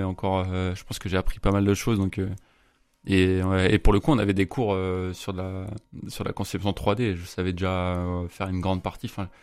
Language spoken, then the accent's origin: French; Brittany, France; born or raised there